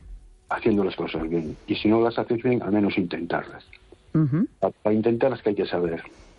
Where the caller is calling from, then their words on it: A Coruña, Galicia, Spain; de Coruña.